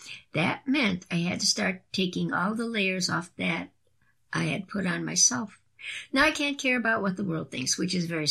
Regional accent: North Carolina, United States; accent: North Carolina; now in Los Angeles, United States; I had been in L.A. pursuing acting for so long, taking dialect classes, you know, trying to make my North Carolina accent not as noticeable.

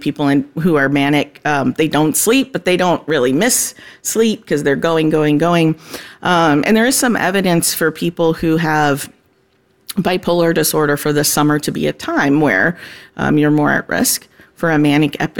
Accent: Florida, United States; now in Ohio, United States; I'm from Florida originally, and so we don't see seasonal affective disorder as much. And when I moved here 8 years ago, I was like, wow, okay, I get it now.

